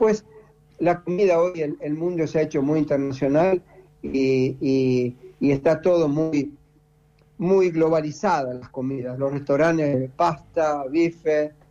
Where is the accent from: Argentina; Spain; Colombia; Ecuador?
Argentina; now in Norway; yo me siento noruego, a pesar de que los papeles dicen otra cosa. Yo me siento muy, muy noruego, por eso no extraño nada, de Argentina no extraño nada.